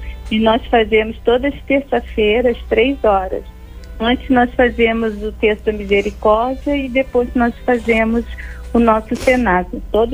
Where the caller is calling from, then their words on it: São Gonçalo, Rio de Janeiro, Brazil; Eu sou da São Gonçalo, eu sou do Rincão do Senhor, no Rocha.